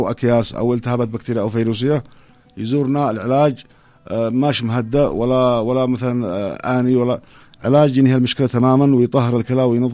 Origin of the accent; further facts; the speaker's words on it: Yemen; عندنا في اليمن